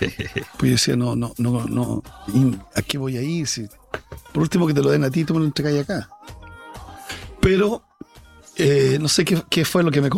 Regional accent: Chile; En Chile somos muy raros, chilenos.

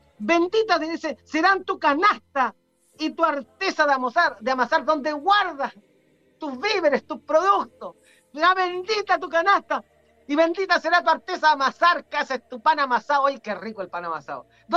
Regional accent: Chile; como decimos en Chile

